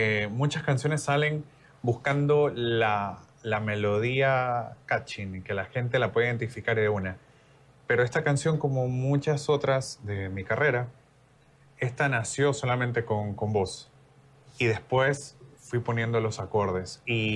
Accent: Ecuador; Y siento yo que como ecuatoriano, si yo apoyé durante las eliminatorias

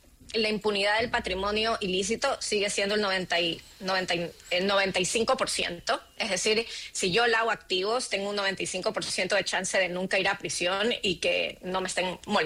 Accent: Ecuador; tú como ecuatoriana

